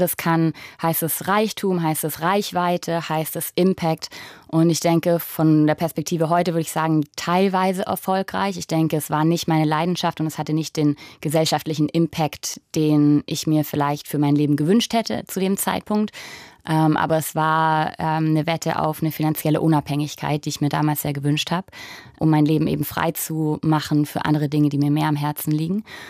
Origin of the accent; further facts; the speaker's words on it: Erbach, Baden-Württemberg, Germany; moved away as an adult; also born or lived in Peru / New York; now in Asia; Ich bin damals aufgewachsen in Delmsing sogar. Das ist noch ein Vorort vor Erbach, also ein ganz kleines Dorf.